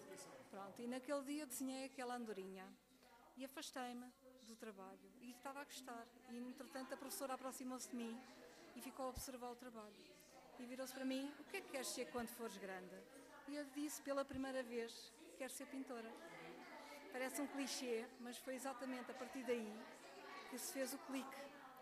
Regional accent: Lisbon, Portugal; Sou natural de Lisboa, mas sou uma neta da terra, da Póvoa.

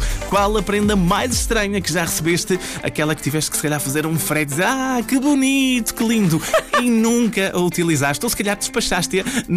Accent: Norte, Portugal; Eu sou do Minho, e malta bastante trabalhadora.

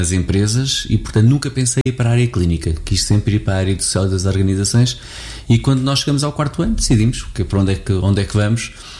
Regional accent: Abrantes, Centro, Portugal; moved away as an adult; also born or lived in Algarve; tenho 50 anos, nasci em 1975, no Rocio ao Sul do Tejo, Abrantes, e portanto é um bocadinho esta a minha história aqui, e vivi a minha vida em Abrantes até aos 18 anos, mas já não vivo cá, mas continuo muito ligado a Abrantes.

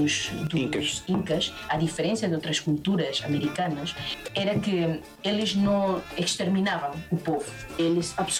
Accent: Peru; Portanto, sim, nós somos peruanos, tipo, não só a serra.

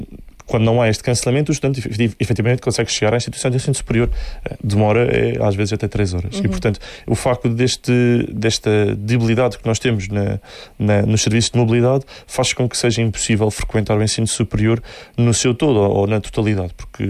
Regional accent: Algarve, Portugal; nós que somos algarvios e conhecemos bem o nosso território

